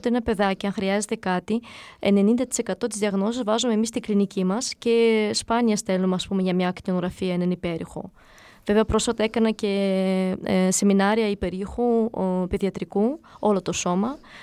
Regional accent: Greece; είμαστε Έλληνες.

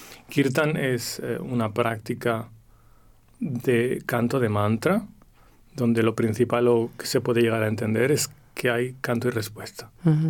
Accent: Sabadell, Catalonia, Spain; born there; También en Barcelona, en Sabadell.

